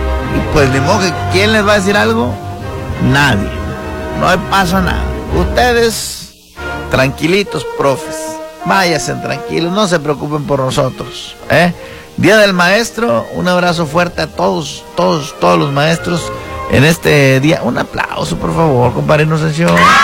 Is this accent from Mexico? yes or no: yes; El Coronel, Sinaloa, Mexico; el santo patrón de mi pueblo, Colonia Emancipación, el Coronel.